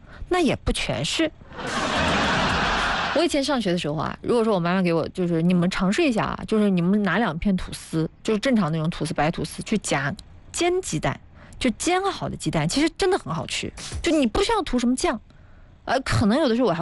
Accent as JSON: {"language": "Chinese", "region": "Anhui", "country": "China", "said": "尤其是咱们安徽人太幸福了"}